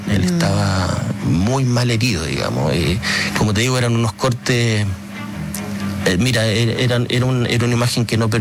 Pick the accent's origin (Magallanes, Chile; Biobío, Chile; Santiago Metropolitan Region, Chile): Magallanes, Chile; Oye, yo soy magallánico, no dice quién es.